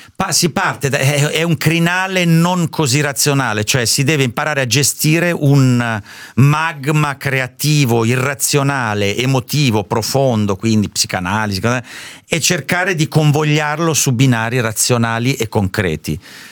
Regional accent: Southern Italy, Italy; sono un terrone

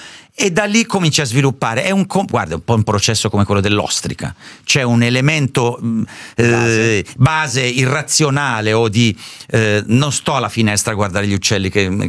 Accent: Lombardy, Italy; born there; also born or lived in Southern Italy (family origin); la mia famiglia è emigrata nel profondo nord vicino Varese e qualche anno fa, una decina di anni fa, un mio compagno di liceo è diventato sindaco di questo piccolo paesino in cui io sono nato.

